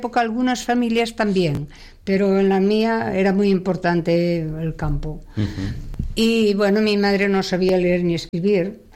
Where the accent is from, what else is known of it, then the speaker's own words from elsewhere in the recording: O Páramo, Galicia, Spain; now in Catalonia, Spain; Meu poble era 27 kilómetros de Lugo, se llama Páramo y pertenece al partido judicial de Sarria.